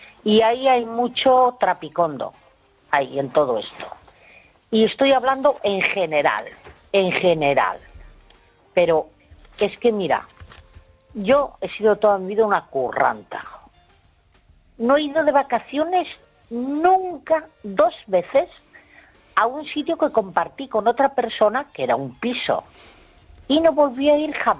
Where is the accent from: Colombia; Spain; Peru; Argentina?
Spain; yo jamás he ido con una bandera a la calle porque yo soy española.